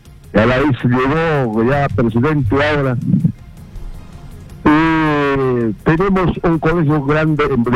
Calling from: Apurímac, Peru; Estoy llamando de Apurímac

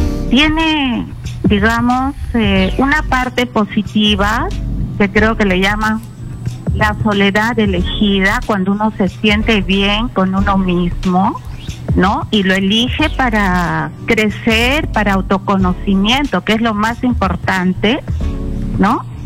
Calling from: Lima, Peru; Te llamo de Miraflores.

